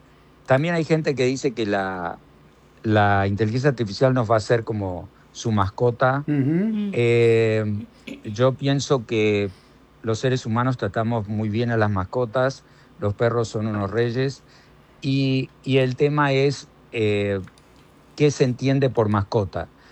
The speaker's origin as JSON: {"language": "Spanish", "region": "Buenos Aires", "country": "Argentina", "tie": "born there"}